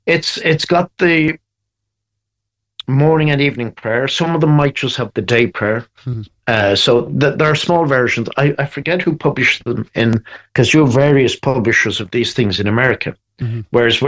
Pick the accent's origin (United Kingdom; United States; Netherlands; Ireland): Ireland; Dublin, Leinster; born or raised there